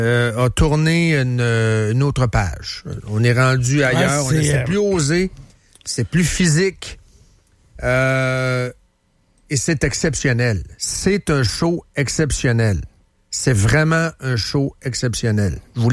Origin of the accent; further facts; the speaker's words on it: Shawinigan, Quebec, Canada; also born or lived in Trois-Rivières; Je viens de Shawi. J'ai travaillé à Trois-Rivières. Je connais très, très bien Trois-Rivières. J'ai travaillé pendant plusieurs années à Trois-Rivières. Je suis un peu de Trois-Rivières.